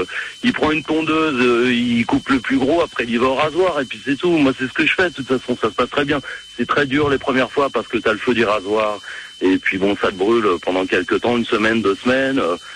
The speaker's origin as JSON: {"language": "French", "town": "Paris", "region": "Île-de-France", "country": "France", "said": "Je suis originaire de Paris, mais bon..."}